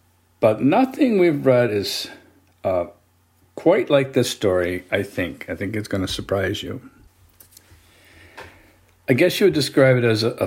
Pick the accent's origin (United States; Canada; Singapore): Singapore; one of those folk tales that I feel like I've always just been familiar with, growing up in Singapore, probably from cultural osmosis.